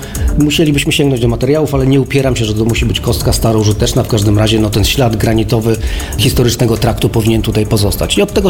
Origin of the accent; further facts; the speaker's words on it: Wrocław, Lower Silesian Voivodeship, Poland; ja również, jako wrocławianin, nieustająco oczekuję na prawidłową realizację tego kompromisu